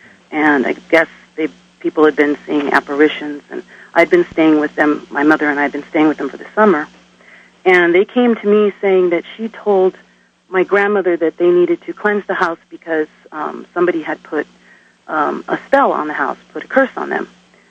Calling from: Oregon, United States; I'm from Oregon.

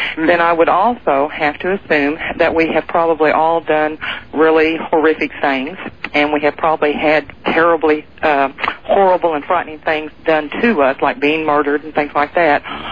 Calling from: Oklahoma, United States; Oklahoma.

